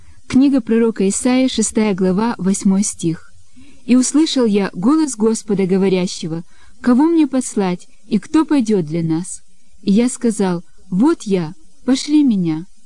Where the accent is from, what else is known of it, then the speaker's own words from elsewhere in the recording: Kyiv, Ukraine; moved away; Я выросла на Украине, в Киеве, в христианской семье